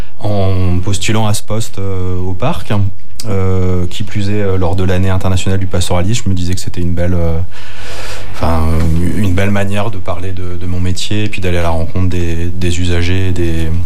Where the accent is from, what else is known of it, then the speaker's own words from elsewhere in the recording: Grand Est, France; Mais sinon, je suis alsacien.